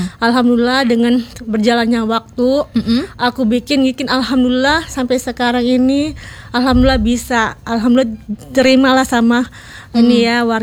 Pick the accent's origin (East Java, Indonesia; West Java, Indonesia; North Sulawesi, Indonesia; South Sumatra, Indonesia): South Sumatra, Indonesia; Palembang; moved away; Halo pemirsa … saya asli Palembang. Di sini merantau udah kurang lebih 20 tahun.